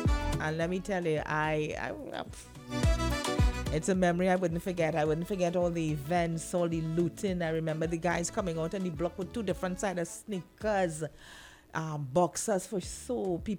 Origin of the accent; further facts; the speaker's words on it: Port of Spain, Trinidad & Tobago; after growing up in Port of Spain my whole life. I'm a Tongue girl.